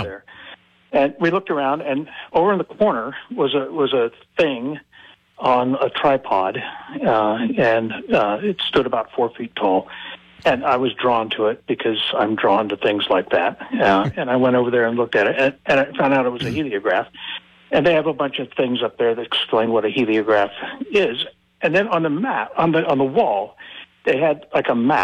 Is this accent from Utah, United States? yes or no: yes; Utah, United States; So I was in the military. I grew up in Utah, joined the military, spent 25 years in the United States Marine Corps.